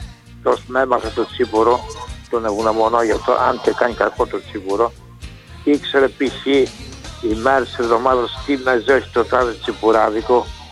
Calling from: Kanalia, Thessaly, Greece; αναφέρθηκες στα μέρη μου τα αγαπημένα, κανάλια, κάπουρνα, κερασιά.

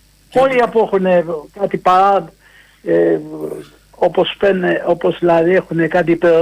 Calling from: Chaidari, Attica, Greece; από το Χαϊδάρι.

